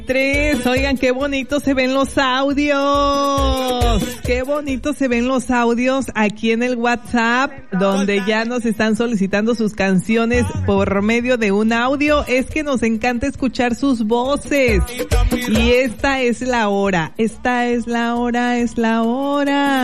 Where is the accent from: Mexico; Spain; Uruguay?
Mexico; Ahora nos toca a nosotros como mexicanos